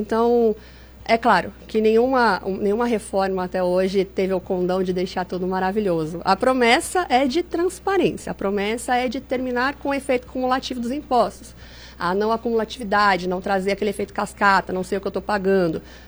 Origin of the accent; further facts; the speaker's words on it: Brazil; como brasileiros muito resilientes